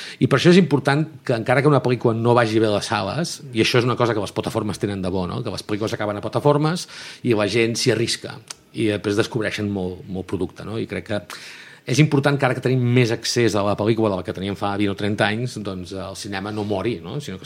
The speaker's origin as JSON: {"language": "Catalan", "town": "Girona", "region": "Catalonia", "country": "Spain", "tie": "born or raised there"}